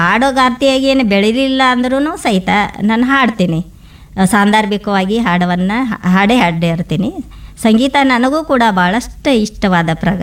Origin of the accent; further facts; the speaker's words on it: Ramdurg, Karnataka, India; ಮಲಪಹಾರಿ ನಮ್ಮ ರಾಮದುರ್ಗೊಳಗೆ ಹರಿದಂಥ ನದಿ ಮಲಪಹಾರಿ. ಆಕೆ ಒಂದು ಮಡಿಲಲ್ಲೇನೇ ಬೆಳೆದ್ನಿ ಅಂತನೂ ಹೇಳ್ಬೋದು ನಾನು.